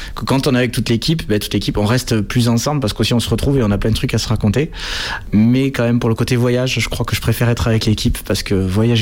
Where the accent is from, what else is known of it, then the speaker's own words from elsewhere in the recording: Toulouse, Occitanie, France; Ouais, parce que moi je viens de Toulouse